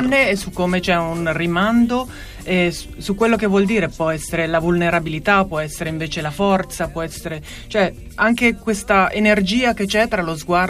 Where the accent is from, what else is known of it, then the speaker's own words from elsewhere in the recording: Rome, Lazio, Italy; Io sono di Roma.